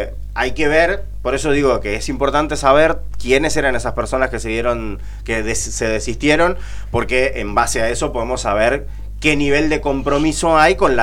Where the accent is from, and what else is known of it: Argentina